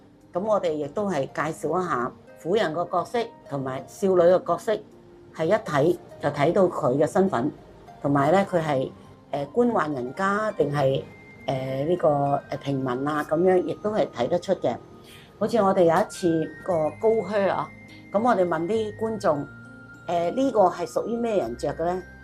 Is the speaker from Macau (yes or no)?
yes; Macau; 我呢就是澳门土生土长的，但是呢就是我是佛山人